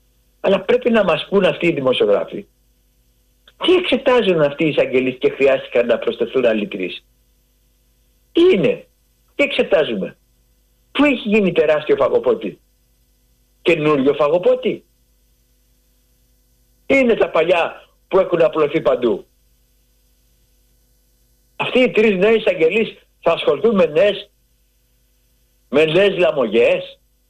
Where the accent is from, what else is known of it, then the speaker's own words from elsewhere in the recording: Greece; Εγώ είμαι ένας Έλληνας φορολογούμενος.